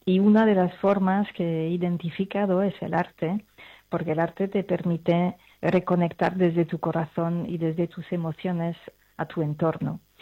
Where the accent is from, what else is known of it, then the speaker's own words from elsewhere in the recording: France; now in Barcelona, Spain; soy francesa, vivo en Barcelona.